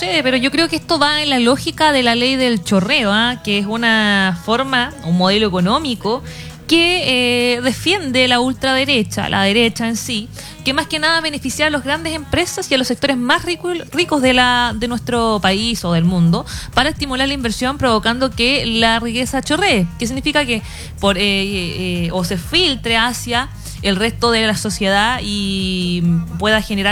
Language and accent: Spanish; Chile; nosotros como chilenos o chilenas